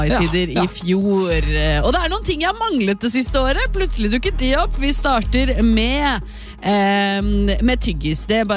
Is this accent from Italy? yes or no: no; Copenhagen, Capital Region of Denmark, Denmark; now in Norway